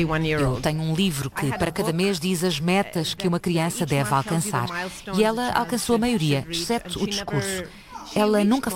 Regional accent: Bahrain; Portuguese is a second language; Eu sou do Bahrein, mas a minha mãe é do Iraque.

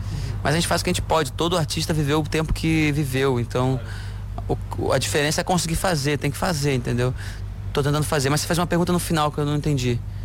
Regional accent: Brazil; Eu acho que fico muito orgulhoso de falar português. Acho mais bonito do que todas as outras. E graças a Deus que eu sou brasileiro e componho português

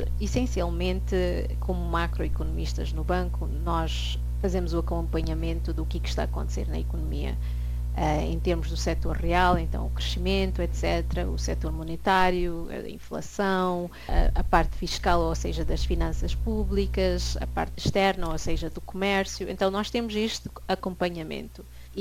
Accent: Mozambique; moved away; also born or lived in London

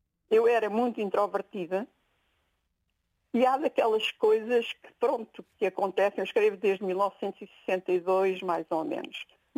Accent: Alentejo, Portugal; moved away as an adult; also born or lived in Lisbon; now in Figueira da Foz, Portugal; eu sou de Lisboa, cresci no Alentejo e depois regressei a Lisboa para trabalhar

